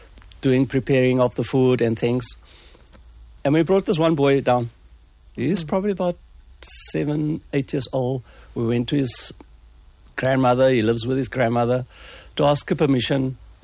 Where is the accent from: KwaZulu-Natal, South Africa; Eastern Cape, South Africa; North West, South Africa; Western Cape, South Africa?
Western Cape, South Africa; Cape Town; I grew up in District 6